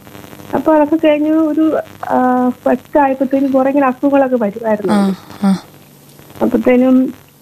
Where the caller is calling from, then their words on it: Kerala, India; ഞാൻ ചിന്നക്കളേന്ന് വിളിക്കുന്നു.